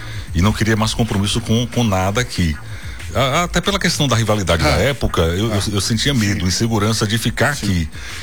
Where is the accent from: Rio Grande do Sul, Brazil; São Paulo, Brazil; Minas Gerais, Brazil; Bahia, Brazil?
Bahia, Brazil; Paulo Afonso; sou natural de Paulo Afonso.